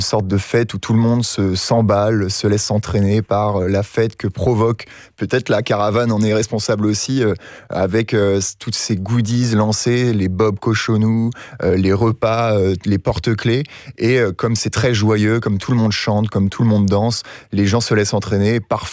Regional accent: the north of France, France; je viens du nord de la France

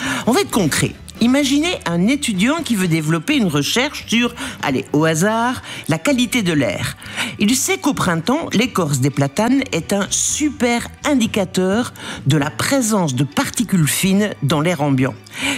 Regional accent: Belgium; c'est comme vrai. On dit chez nous en Belgique.

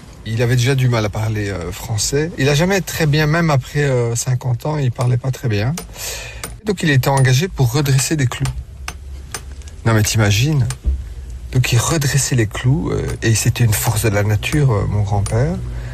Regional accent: Belgium; Mes parents, ils sont italiens, ça c'est sûr. Comme moi, je suis italien, mais je suis belge aussi, tu comprends ? J'ai pas... La Belgique nous a tout donné.

